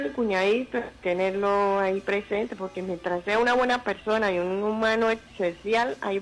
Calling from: Palo Gordo, Táchira, Venezuela; De aquí, de Palo Gordo.

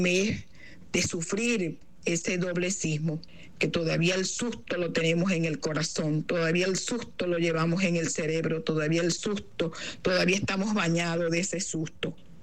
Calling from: Venezuela; mi pueblo de Venezuela

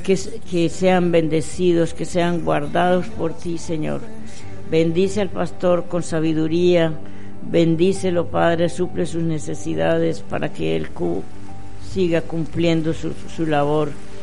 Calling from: Venezuela

